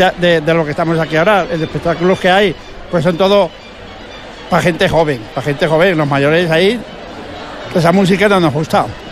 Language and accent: Spanish; Pinsoro, Aragon, Spain; now in Ejea de los Caballeros, Spain; No, yo es que tengo un piso aquí en Ejea, aunque soy de Pinzoro, pero toda la semana de fiesta me vengo al piso y lo pasamos aquí toda la fiesta